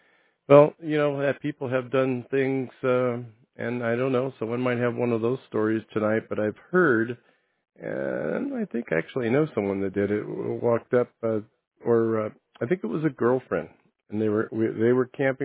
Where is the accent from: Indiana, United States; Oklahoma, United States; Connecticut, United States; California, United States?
California, United States; Idyllwild; when I grew up in Idlewild